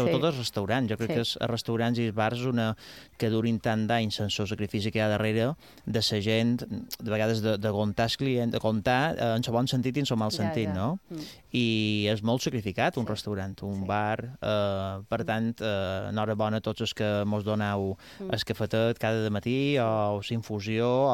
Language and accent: Catalan; Palma, Balearic Islands, Spain; a Son Cotoner, nostre barri, nosaltres som de Palma